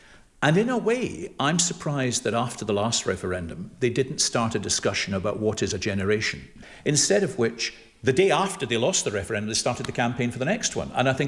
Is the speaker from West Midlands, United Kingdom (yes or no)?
no; Glasgow, Scotland, United Kingdom; I see myself as a Glaswegian first, a Scot second, and British third. I'm a boy from Glasgow.